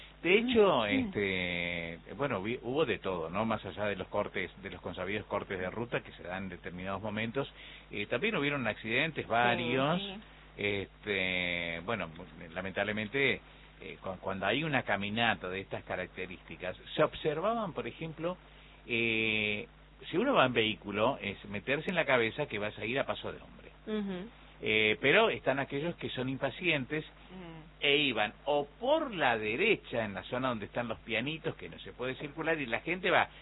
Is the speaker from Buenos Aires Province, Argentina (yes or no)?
no; Barranqueras, Chaco, Argentina; Es que Barranquera tiene esa particularidad, ¿no? Nosotros somos la Venecia del Chaco